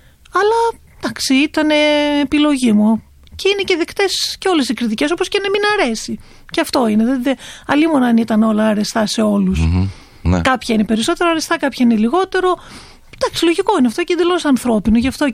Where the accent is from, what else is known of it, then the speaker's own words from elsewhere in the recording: Pyli, Greece; και εγώ είμαι από την Πύλη, καταγωγή μου είναι από την Πύλη.